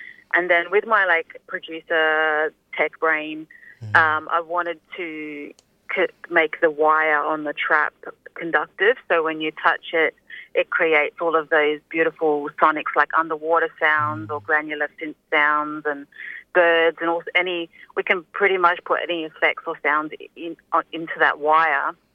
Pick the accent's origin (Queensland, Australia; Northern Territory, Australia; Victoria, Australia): Northern Territory, Australia; Darwin; Like, I'm originally from Gadamrilla, from Darwin. I've got ties to Jawin country and the Torres Strait. I'm here living on Kulin country, and I'm constantly yearning for country